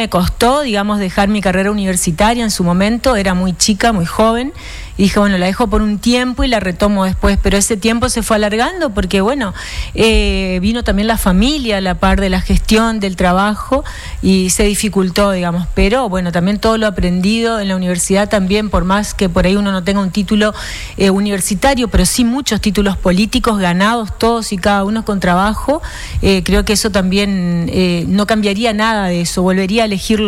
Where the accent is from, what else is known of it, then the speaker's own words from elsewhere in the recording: Chaco, Argentina; born there; estudié en Tirol, porque en mi pueblo no había colegio secundario.